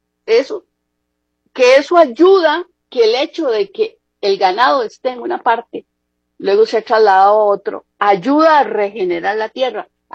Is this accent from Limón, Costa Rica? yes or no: no; Cartago, Costa Rica; En mi pueblo, Hogar Caliente de Cartago, tenemos un problema bien grande con la contaminación de mantos acuíferos y deforestación